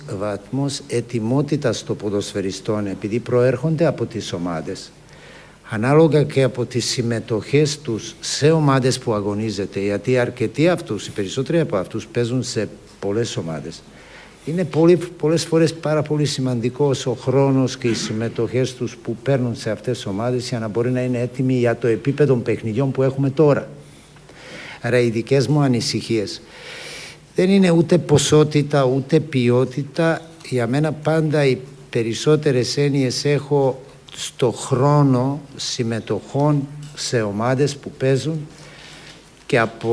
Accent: Greece; Να σου πω, νομίζω ότι σαν Έλληνες πολλές φορές υπερβάλλουμε σε πολλά πράγματα.

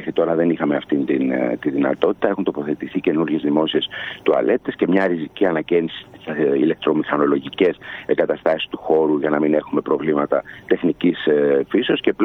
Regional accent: Tagarades, Central Macedonia, Greece; Σας καλημερίζω από την όμορφη Θέρμη και τους Σταγαράδες στο χωριό μου.

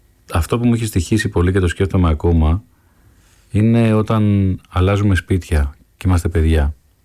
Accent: Athens, Attica, Greece; also born or lived in Kypseli, Athens; Μεγάλωσα στα Κάτω Πατήσια μέχρι τα 12 μου. Και στην πρώτη γυμνασίου μετακομίσαμε οικογενειακώς

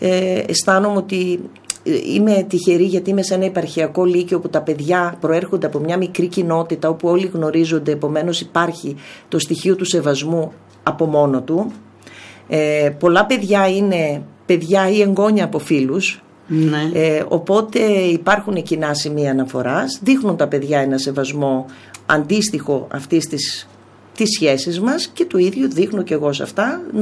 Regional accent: Servia, Western Macedonia, Greece; Εγώ όταν έκανα την πρώτη παρουσίαση στα Σέρβια, για να καταλάβετε, έγινε το αδιαχώρητο. Το διαχώρητο. Με τίμησαν πάρα πολύ οι συμπατριώτες μου

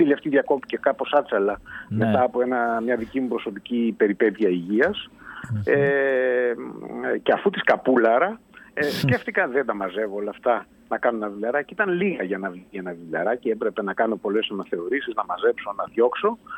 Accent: Peloponnese, Greece; now in Thessaloniki, Greece; Εγώ τι να πω, ας πούμε ότι είμαι ένας ημιεγγράμματος από τη Μάνη.

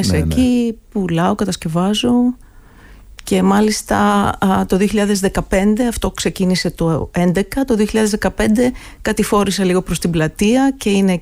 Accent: Thessaloniki, Central Macedonia, Greece; also born or lived in Paleochora, Chalkidiki; στη Θεσσαλονίκη, βέβαια κάθε δεύτερο Σαββατοκύριακο όταν ήμουν παιδάκι πηγαίναμε με την οικογένειά μου στο χωριό μου, στην παλαιόχωρα Χαλκιδικής.

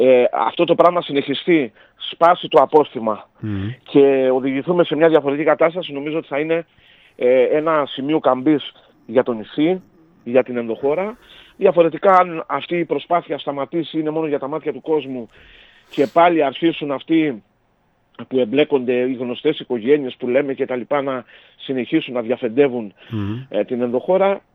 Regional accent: Amariano, Crete, Greece; το λέγαμε και στο χωριό μου, το Αμαριανό Παιδιάδος

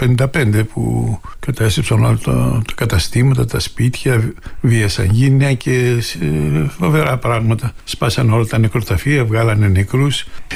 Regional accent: Istanbul, Turkey; moved away; Οπότε για μένα η Κωνσταντινούπολη είναι η πατρίδα μου ακόμα και τώρα, βέβαια.

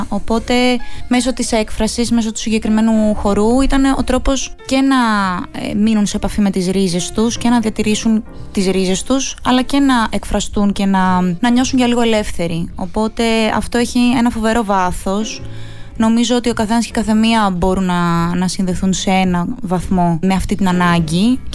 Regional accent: Greece; δεν είναι μια δική μας κουλτούρα σαν Έλληνες

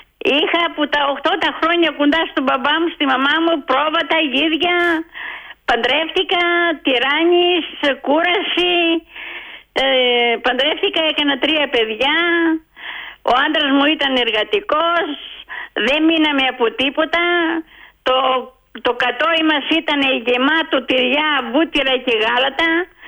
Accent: Greece; moved away as an adult; also born or lived in Germany; Και το χωριό μου δεν το ξέχασα

